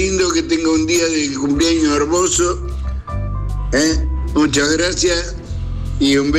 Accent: Ensenada, Buenos Aires Province, Argentina; born there; also born or lived in Berisso; nací en Ensenada

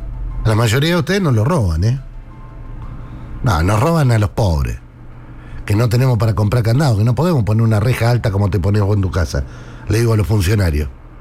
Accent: Berisso, Buenos Aires Province, Argentina; Y como somos parte de la Argentina, Berisso está peor.

